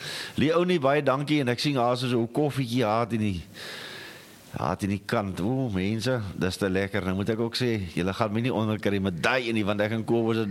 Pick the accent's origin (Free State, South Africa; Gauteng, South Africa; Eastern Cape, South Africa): Eastern Cape, South Africa; Kirkwood; ek kom van Kirkwood af, espresso, wat is dit?